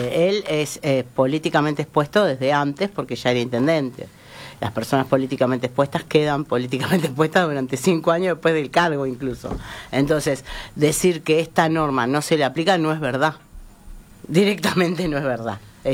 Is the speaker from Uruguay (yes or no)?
yes; Uruguay